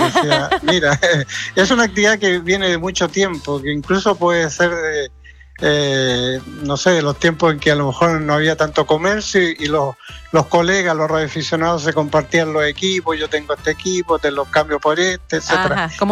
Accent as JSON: {"language": "Spanish", "region": "Valparaíso", "country": "Chile", "said": "Así somos los porteños."}